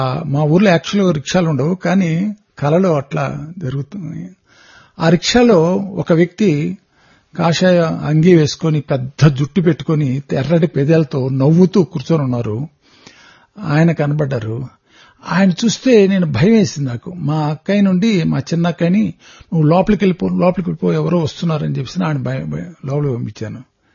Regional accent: Devarampadu, Andhra Pradesh, India; సాయిరామ్, మాది ఒంగోలు దగ్గర దేవరంపాడైన కుగ్రామం.

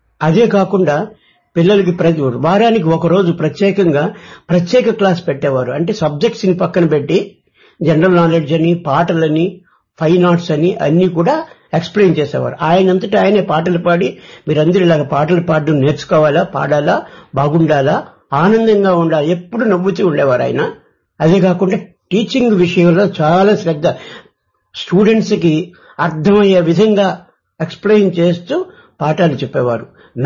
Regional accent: Anakapalli, Andhra Pradesh, India; also born or lived in Vizianagaram; నేను విజయనగరం నుంచి వచ్చాను, ఆర్టీసీలో పనిచేస్తూ రిటైర్ అయ్యాను. మాది నేటివ్ ప్లేస్ అనకాపల్లి.

